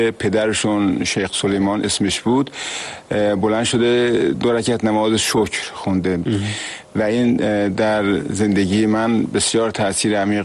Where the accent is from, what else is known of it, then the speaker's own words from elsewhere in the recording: Zanjan, Zanjan Province, Iran; من خودم اهل زنجان هستم.